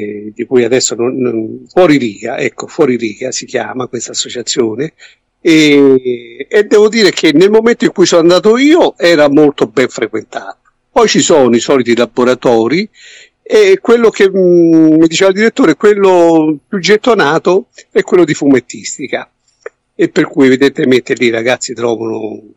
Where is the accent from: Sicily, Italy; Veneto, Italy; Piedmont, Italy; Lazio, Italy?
Lazio, Italy; Rome; sono di Roma e mi rimane abbastanza agevole visitare questi due istituti.